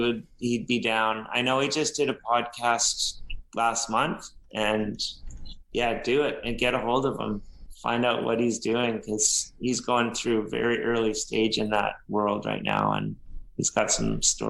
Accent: Canada; I'll tell people I'm from Canada

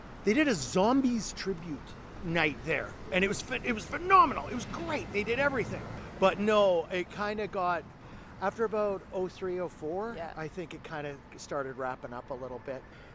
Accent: Red Deer, Alberta, Canada; a collective from originally my hometown of Red Deer, but they had moved out here

